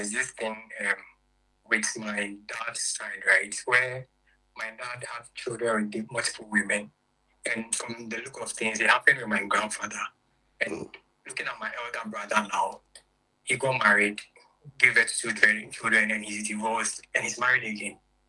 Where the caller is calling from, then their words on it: Eastern Region, Ghana; from the Eastern Region, Okada.